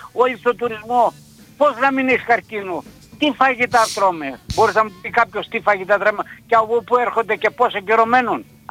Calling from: Skiathos, Thessaly, Greece; Εγώ σαν τόπιο στοιχείο και σαν Σκιαθίδης, όπως και εσύ, αισθάνομαι ότι είμαι ξένος στον τόπο μου, ξένος εντελώς.

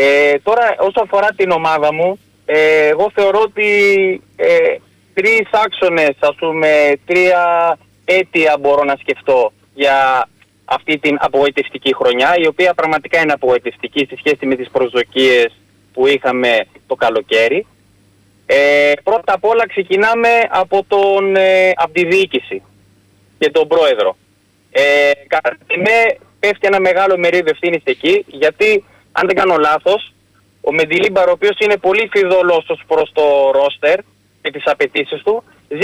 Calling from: Agia Paraskevi, Attica, Greece; είμαι από Αγία Παρασκευή.

